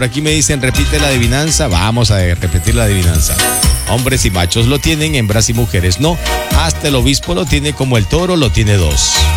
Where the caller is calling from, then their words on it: Bagua Grande, Amazonas, Peru; Hola, tío Chamo, soy de Bagua Grande